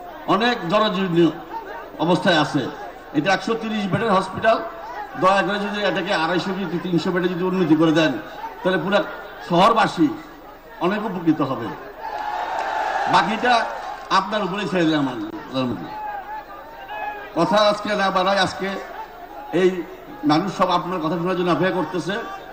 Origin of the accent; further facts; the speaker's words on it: Comilla, Chittagong Division, Bangladesh; আর আমাদের এই এলাকা একটা কৃষিপ্রদ এলাকা